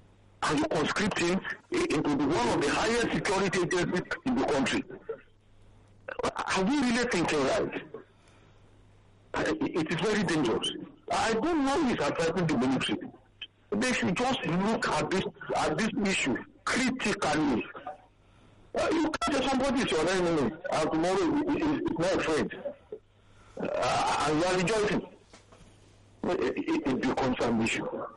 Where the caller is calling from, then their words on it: Ikeja, Lagos, Nigeria; I'm calling from Ikoja.